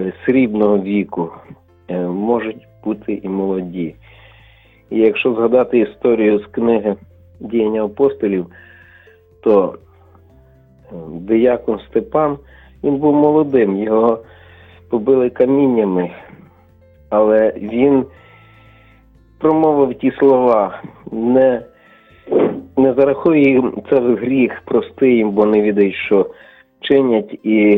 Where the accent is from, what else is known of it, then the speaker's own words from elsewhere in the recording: Lviv, Lviv Oblast, Ukraine; я зі Львова.